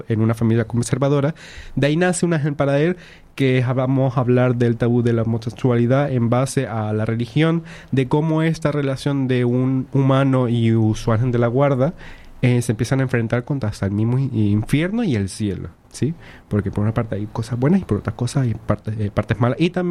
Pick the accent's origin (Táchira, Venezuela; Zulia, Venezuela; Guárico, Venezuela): Táchira, Venezuela; San Cristóbal; moved away as an adult; irme a mis raíces, o sea, ir otra vez a Venezuela, a San Cristóbal, al Táchira.